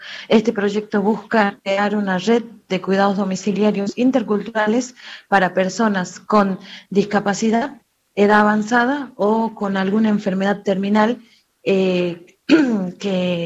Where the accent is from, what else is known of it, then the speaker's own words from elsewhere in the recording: Santa Victoria Este, Salta, Argentina; moved away as an adult; now in Salta, Argentina; Yo soy de Santa Victoria Este, soy de una de las comunidades Huichí, y estoy estudiando acá en la sede central de la universidad.